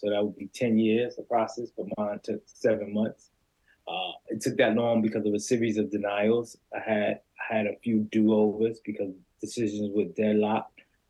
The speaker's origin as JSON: {"language": "English", "town": "New York City", "region": "New York", "country": "United States", "moved": "yes", "lives_now": "Connecticut, United States", "said": "I'm married. I'm from Queens, New York. I have 2 siblings, brother and sister. My parents immigrated from Guyana, which is in South America. I recently went there for the first time about 2 months ago."}